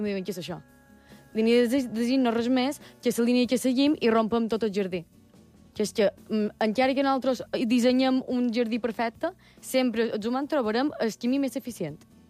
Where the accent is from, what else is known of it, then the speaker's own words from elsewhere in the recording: Manacor, Balearic Islands, Spain; De Manacor, crec que se nota.